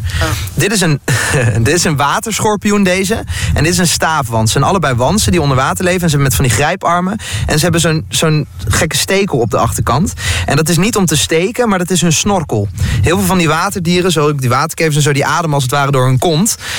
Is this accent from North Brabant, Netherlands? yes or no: yes; North Brabant, Netherlands; Ja, en ik kom uit Brabant, hè.